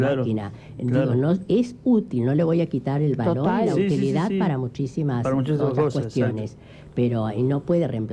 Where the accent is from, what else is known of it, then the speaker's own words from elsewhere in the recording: Basque Country, Spain; No me hagan responder. Que soy vasca, no me hagan dar una respuesta.